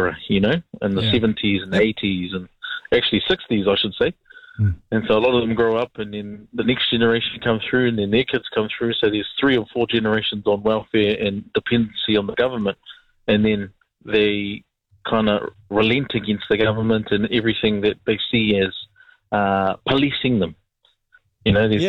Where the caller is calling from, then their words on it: New Zealand; So as a New Zealander